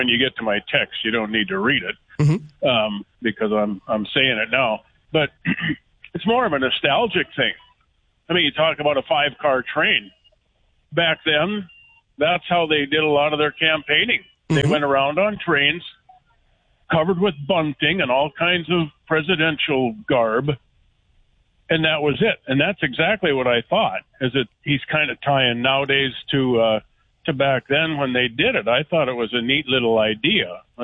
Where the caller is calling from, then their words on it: United States; as an American